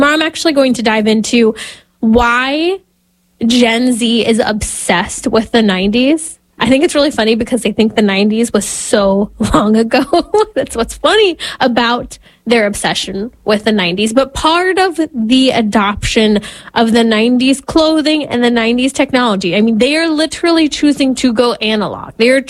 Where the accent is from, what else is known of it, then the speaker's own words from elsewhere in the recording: California, United States; That is one of the many reasons why we talk a lot about what happens here in my home state of California.